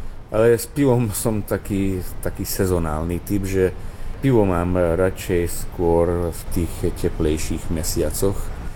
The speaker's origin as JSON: {"language": "Slovak", "town": "Bratislava", "region": "Bratislava Region", "country": "Slovakia", "tie": "born or raised there", "also_born_or_lived": "southern Slovakia", "moved": "as an adult", "lives_now": "Budapest, Hungary", "said": "tak je to moje rodné mesto a ak mám v živote na niečo šťastie, tak na Bratislavu áno, že aj keď som sa teda oficiálne dávno odtiaľ odsťahoval"}